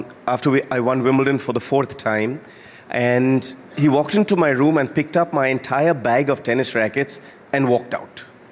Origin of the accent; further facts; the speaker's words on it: Kolkata, West Bengal, India; I was born and brought up in Calcutta, supporting the Calcutta team.